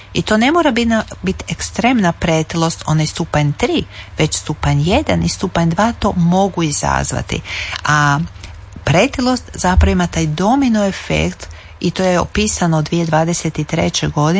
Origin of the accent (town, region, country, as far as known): Croatia